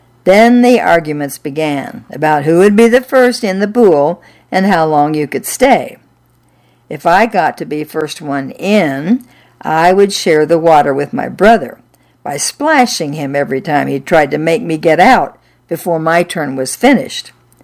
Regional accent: Iron River, Michigan, United States; Growing up in Iron River in Michigan's Upper Peninsula, good weather for swimming was never predictable, and I loved to swim.

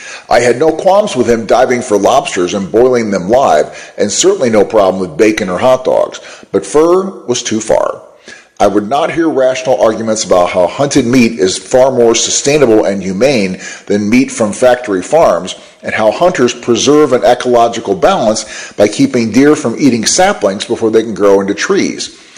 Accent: Rhode Island, United States; I grew up in Rhode Island, which is almost as densely blue as the ocean itself.

